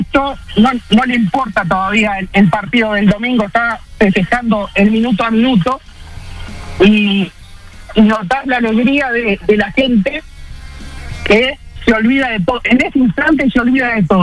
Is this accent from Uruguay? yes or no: yes; Uruguay; now in Argentina; Recordemos que yo soy uruguayo y tengo la bandera uruguaya acá en el auto.